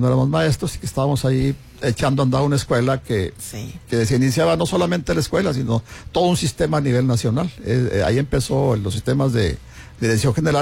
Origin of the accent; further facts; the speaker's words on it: Durango, Mexico; tenía un trabajo por ahí pendiente en mi tierra que es Durango y estaba esperando que me dieran esa oportunidad.